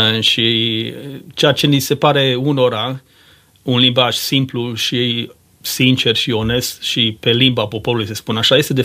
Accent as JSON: {"language": "Romanian", "country": "Romania"}